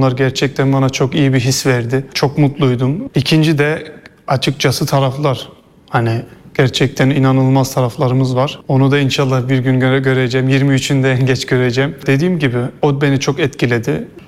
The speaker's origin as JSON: {"language": "Turkish", "country": "Germany", "tie": "born or raised there", "moved": "as an adult", "lives_now": "Turkey", "said": "Hani doğma büyüme Almanya ama gene kanımız Türkiye."}